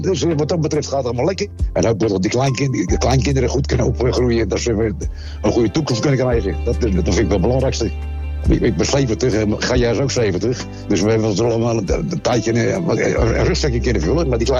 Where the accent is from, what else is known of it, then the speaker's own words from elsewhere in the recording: Rotterdam, South Holland, Netherlands; born there; Geboren in Rotterdam.